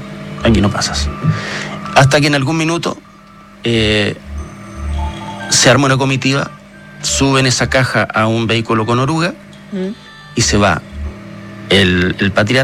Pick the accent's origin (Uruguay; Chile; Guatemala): Chile; Magallanes and Chilean Antarctica; now in Santiago, Chile; yo soy de Magallanes